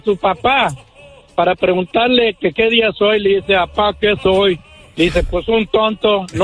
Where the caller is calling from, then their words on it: Ciudad Mante, Tamaulipas, Mexico; de Ciudad Mante.